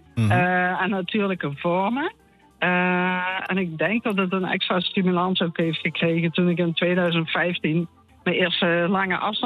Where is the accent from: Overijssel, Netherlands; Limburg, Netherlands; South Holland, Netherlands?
Limburg, Netherlands; accent: Limburg; En het loopt door Limburg, zoals je misschien hebt gehoord. En mijn accent ook.